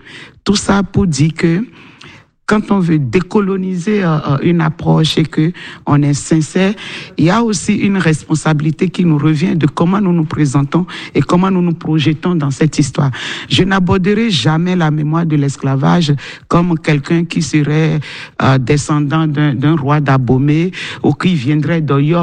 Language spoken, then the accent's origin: French; Savalou, Collines, Benin; born there; je suis née dans ce qui est devenu le Bénin en 1960, donc c'était hier